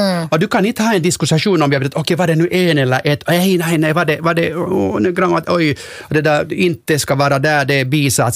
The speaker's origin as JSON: {"language": "Swedish", "country": "Finland", "first_language": "Finnish", "second_language": "Swedish", "said": "Kanske du hör att jag är från Finland. Jag är helt finspråkig, men jag vill hålla mig svenska levande."}